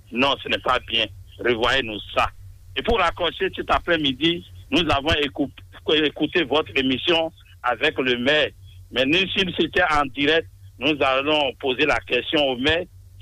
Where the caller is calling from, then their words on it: Cotonou, Littoral, Benin; Je vous appelle de Cotonou, Misebo, 5e arrondisseme